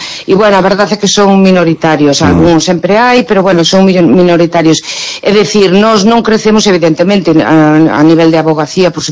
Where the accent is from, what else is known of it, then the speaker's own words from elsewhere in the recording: Cartelle, Galicia, Spain; no meu pobo, que eu son de Cartelle.